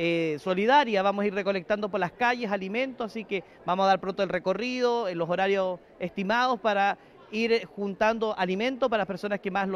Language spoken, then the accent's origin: Spanish; Andacollo, Coquimbo, Chile; now in Cabildo, Chile